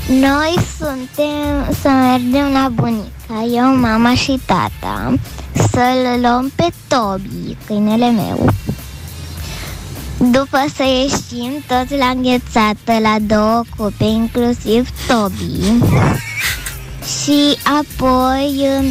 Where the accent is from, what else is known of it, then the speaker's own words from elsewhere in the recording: Bucharest, Romania; Bună dimineața … … din București.